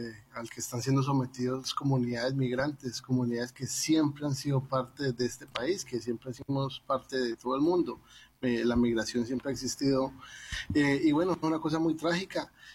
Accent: Colombia; now in United States; como colombiano, muy sentido, pero también pues como migrante

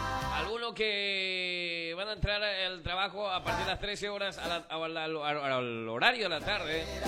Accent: Paraguay; somos paraguayos

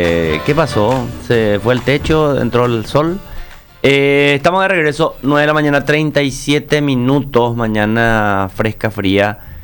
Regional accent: Paraguay

